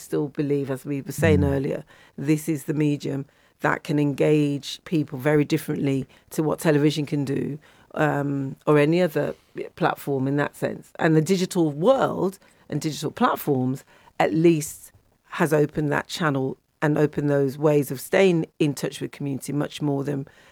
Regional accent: West Bromwich, West Midlands, United Kingdom; also born or lived in Smethwick / Slough / Buckinghamshire; I say I'm a black country person, really, because I was born in Smithy, grew up in West Brom.

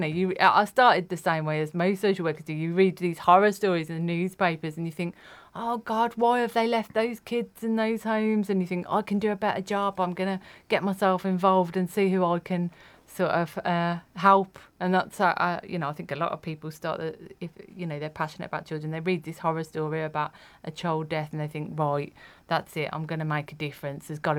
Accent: Birmingham, West Midlands, United Kingdom; moved away; I grew up in Erdington, a little bit.

